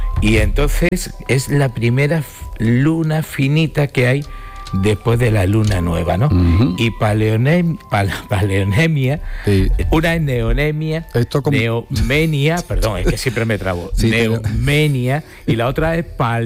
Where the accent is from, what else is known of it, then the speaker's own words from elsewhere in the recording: Melilla, Spain; No, que vengo de Melilla, que soy melillense.